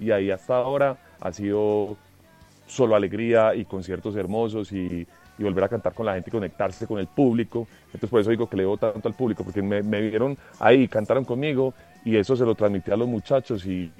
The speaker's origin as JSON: {"language": "Spanish", "town": "Medellín", "region": "Antioquia", "country": "Colombia", "said": "somos de Medellín, que no me note pues el acento"}